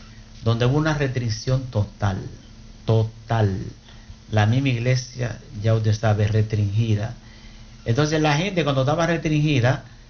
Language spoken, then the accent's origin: Spanish; Dominican Republic